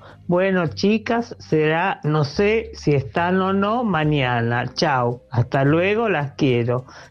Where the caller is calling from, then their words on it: Rosario, Santa Fe, Argentina; Hola Lu, hola Celes.